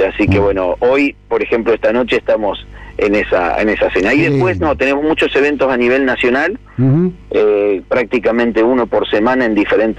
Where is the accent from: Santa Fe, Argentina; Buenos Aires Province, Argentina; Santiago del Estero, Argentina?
Santa Fe, Argentina; Casilda; No, somos de Casilda.